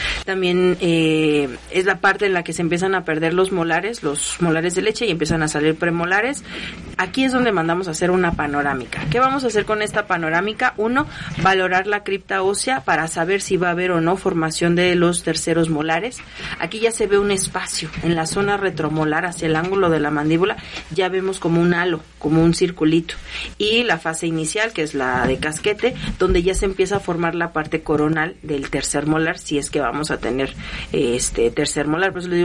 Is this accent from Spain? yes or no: no; Mexico; hoy es el momento de apoyar como mexicanos